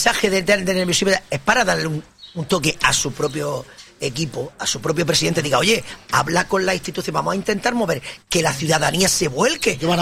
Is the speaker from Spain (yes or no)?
yes; Almería, Andalusia, Spain; yo soy de Almería, yo soy almeriense